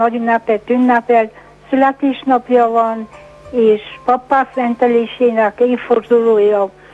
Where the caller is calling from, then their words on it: Csíkszentkirály, Harghita, Romania; Csíkszentkirályról vagyok egy mindennapos hallgató.